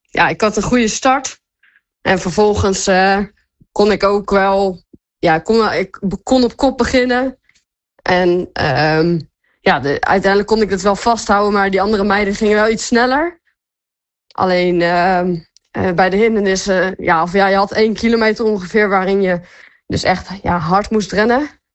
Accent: Netherlands; als Nederlander zijn heb je toch iets meer voordeel in de regen.

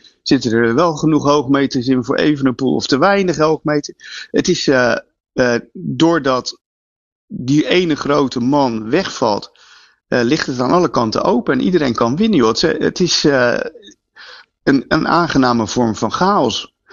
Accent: Netherlands; Voor de Nederlanders, ja, wij hebben er natuurlijk niet zo heel veel mee. Maar goed, wij zijn ook geen Spanjaarden.

